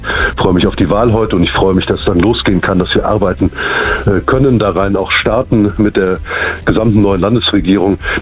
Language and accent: German; Rhineland-Palatinate, Germany; Na, das bleibt mein Heimatdorf und es ist der Rückzugspunkt. Von daher ist es gut, wenn es nicht das Hauptdorf wird, sondern dass ich da immer wieder heimfahren kann zu meiner Familie